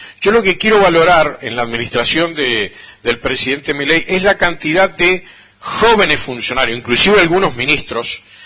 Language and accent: Spanish; Mendoza, Argentina; usted es riojano, yo soy mendocino